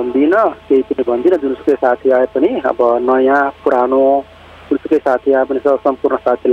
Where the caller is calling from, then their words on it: Koshi Province, Nepal; मेरो घर सुनसरी हो